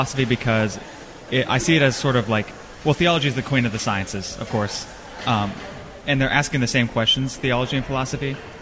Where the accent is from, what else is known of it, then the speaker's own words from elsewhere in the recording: Allen, Texas, United States; I'm from Allen, Texas, yes.